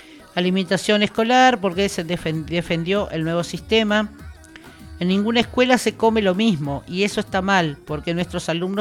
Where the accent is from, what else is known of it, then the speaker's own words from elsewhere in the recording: Argentina; Nosotros como argentinos